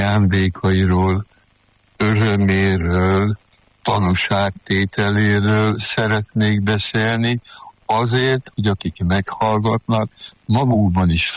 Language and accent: Hungarian; Sopron, Győr-Moson-Sopron, Hungary; És akkor nézd, hát most soproni vagyok